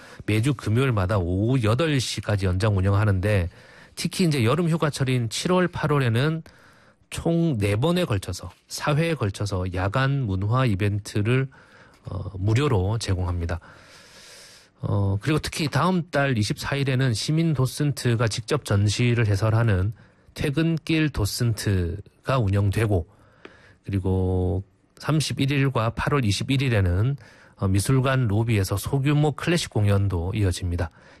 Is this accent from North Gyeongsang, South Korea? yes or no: no; Busan, South Korea; 저도 이제 부산에서 나고 자랐지만